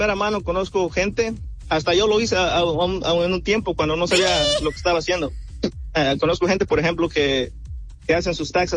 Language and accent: Spanish; Mexico; yo soy orgulloso, soy mexicano y todo lo que sea